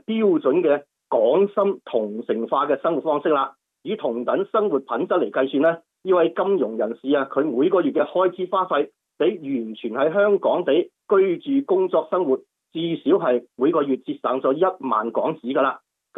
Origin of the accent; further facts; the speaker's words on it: Guangzhou, Guangdong, China; 我是广州人的，